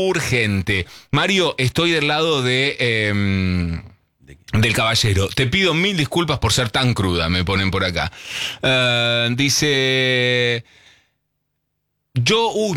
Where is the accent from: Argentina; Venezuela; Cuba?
Argentina; Salta; Hola, soy … de Salta.